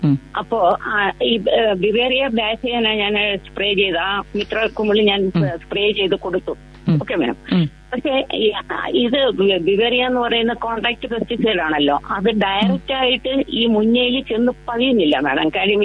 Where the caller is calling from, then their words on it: Thiruvananthapuram, Kerala, India; ഉള്ളൂരിൽ നിന്നാണ് സംസാരിക്കുന്നത്.